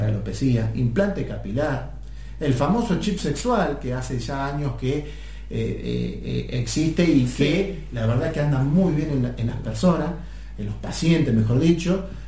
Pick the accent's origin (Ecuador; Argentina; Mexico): Argentina; Rufino, Santa Fe; yo soy oriundo de Rufino.